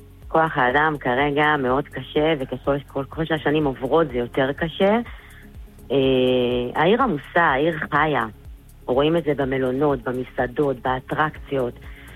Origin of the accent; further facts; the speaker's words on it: Northern Israel, Israel; moved away as an adult; now in Eilat, Israel; אני כבר 30 שנה תושבת אילת, אני לא מפה, אני מהצפון במקור, הגעתי אחרי הצבא לעבוד באילת ונשארתי. הילדים שלי אילתים, נולדו באילת.